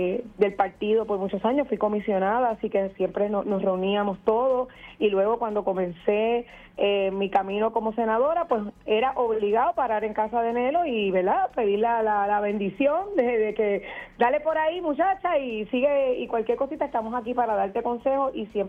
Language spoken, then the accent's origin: Spanish; Carolina, Puerto Rico; yo soy de Carolina, sí, y estoy sin agua. Ahora soy zona 1